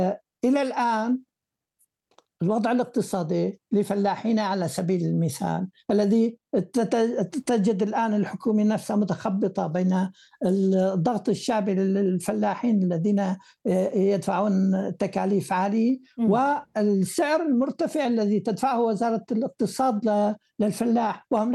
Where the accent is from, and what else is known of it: Syria; now in Germany